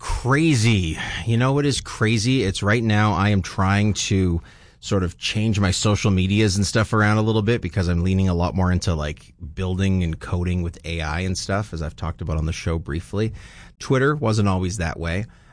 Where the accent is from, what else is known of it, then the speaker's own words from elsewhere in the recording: Canada; most American elections were hilarious to watch as a Canadian